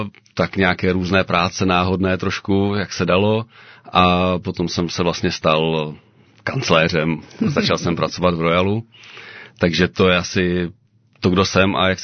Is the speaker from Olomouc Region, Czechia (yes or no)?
yes; Zábřeh, Olomouc Region, Czechia; Pocházím ze Zábřeha, respektive z Rudy, což je vesnice kousek od Zábřeha.